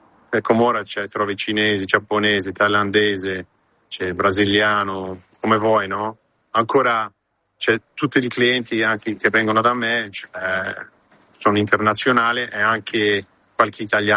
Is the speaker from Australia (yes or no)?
yes; Sydney, New South Wales, Australia; moved away as an adult; now in Milan, Italy; Sì, io sono nato a Sydney, dei genitori calabrese, nato qui, mamma e papà, da Reggio, Sinopoli. 18 mesi fa ho deciso di trasferirmi qui a Milano, in Italia, per un po' di cambia vita, diciamo, no?